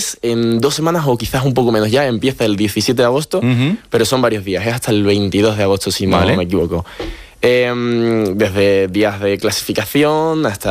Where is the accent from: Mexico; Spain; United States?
Spain; soy el español al ranking más alto que va para allá a representar a España.